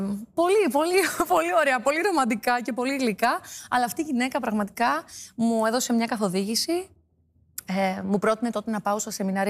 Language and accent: Greek; Drama, Eastern Macedonia and Thrace, Greece; now in Athens, Greece; όταν έφυγα από τη Δράμα, είπα ότι κατεβαίνω στην Αθήνα να τραγουδήσω με τον